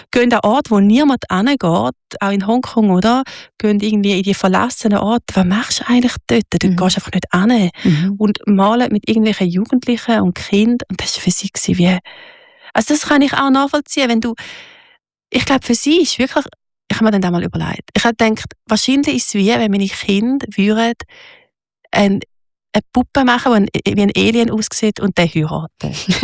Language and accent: German; Switzerland